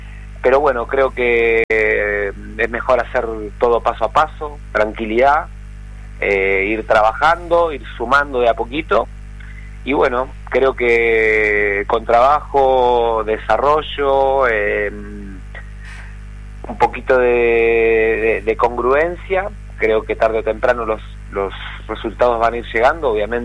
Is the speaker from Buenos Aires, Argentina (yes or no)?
no; Villa Regina, Río Negro, Argentina; yo soy de Regina.